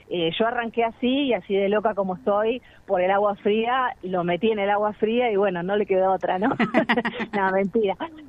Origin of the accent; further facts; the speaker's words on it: Argentina; esas ganas de expresar que somos argentinos y que todo el mundo nos elogia